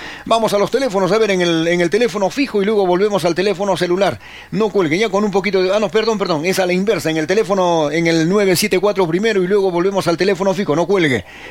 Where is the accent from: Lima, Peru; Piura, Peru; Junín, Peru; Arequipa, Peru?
Arequipa, Peru; Pero así nos están mirando la cara de cojinovas que somos los arequipeños.